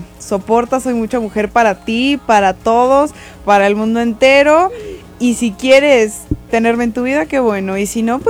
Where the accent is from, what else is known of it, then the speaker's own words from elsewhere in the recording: Mexico City, Mexico; Yo soy de la Ciudad de México, sí.